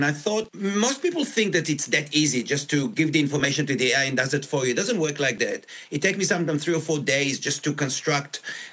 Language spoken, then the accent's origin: English; Kibbutz Yad Mordechai, Southern District, Israel; And I remembered something when I was growing up in Kibbutz Yad Mordechai, as you know.